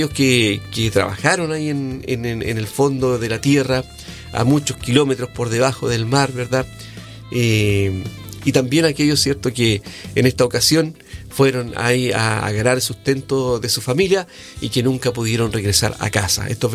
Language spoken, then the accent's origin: Spanish; Coronel, Biobío, Chile; Así que para quienes somos de Coronel o también de Lota, que es también una comuna minera, ¿verdad?